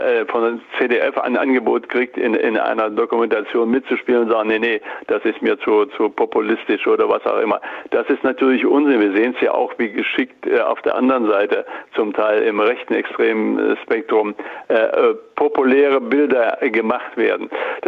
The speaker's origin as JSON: {"language": "German", "region": "Thuringia", "country": "Germany", "said": "Also ich fand es einen Beitrag, den man sich als Thüringer anhören sollte."}